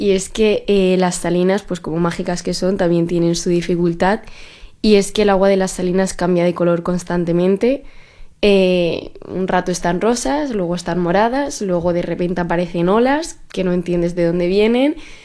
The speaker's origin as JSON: {"language": "Spanish", "town": "Torrevieja", "region": "Valencian Community", "country": "Spain", "also_born_or_lived": "Madrid", "moved": "as an adult", "said": "yo soy de Torrevieja y pues me fui a estudiar a Madrid."}